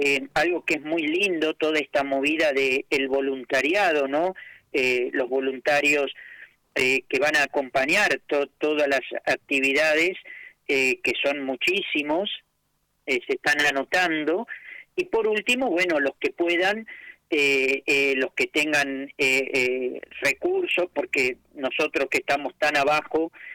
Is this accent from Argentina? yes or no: yes; Argentina; a nosotros como Argentina